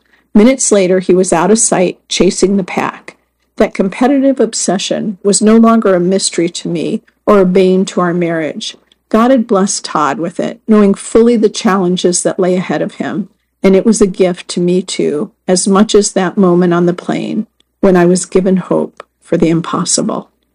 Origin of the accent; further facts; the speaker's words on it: England, United Kingdom; All of that can be found in the history books I read as a child growing up in England.